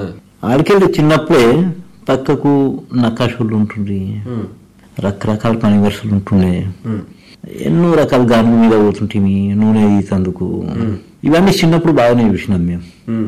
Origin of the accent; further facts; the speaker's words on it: Adilabad, Telangana, India; born there; నేనైతే ఈయనే పుట్టినా. నేను పుట్టింది ఆదిలాబాద్లోనే.